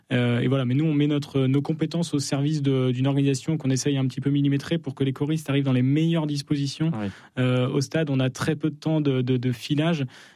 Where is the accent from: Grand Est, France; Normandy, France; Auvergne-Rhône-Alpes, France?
Auvergne-Rhône-Alpes, France; Chambéry; Mais... Non, mais j'en suis, je viens de Chambéry.